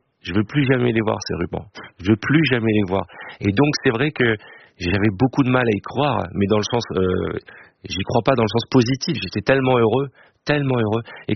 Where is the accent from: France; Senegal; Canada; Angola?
France; Je suis français, juif d'abord. Même si depuis quelque temps, on me parle souvent sous le prisme de ma judéité, je suis français avant tout.